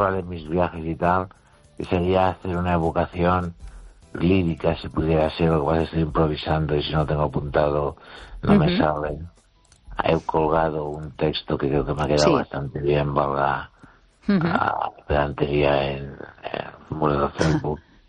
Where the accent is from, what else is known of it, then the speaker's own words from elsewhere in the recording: Galicia, Spain; Y mi pueblo está a unos 9 kilómetros 8 de los Peares.